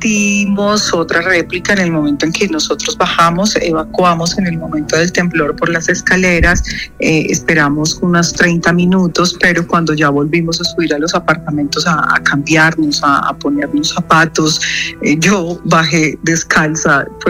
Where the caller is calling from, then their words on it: Manizales, Caldas, Colombia; yo estoy aquí en Manizales, en la finca